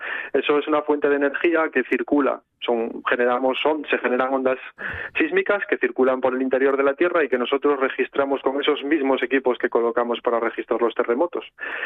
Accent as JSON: {"language": "Spanish", "region": "Asturias", "country": "Spain", "said": "Las rocas de mi tierra, que es el occidente de Asturias, son mucho más duras que las que nos encontramos en el oriente asturiano, ¿no?"}